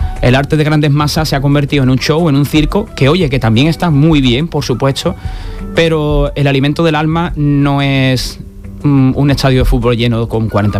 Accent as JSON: {"language": "Spanish", "town": "Cádiz", "region": "Andalusia", "country": "Spain", "said": "Bueno, pues como somos de Cádiz los dos y como en Cádiz hay mucha alegría, pues vamos a tocar un poquito por alegría."}